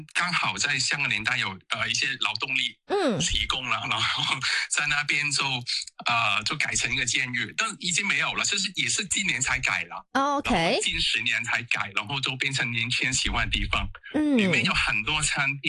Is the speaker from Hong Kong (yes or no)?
yes; Hong Kong; 我们香港人听起来会很喜欢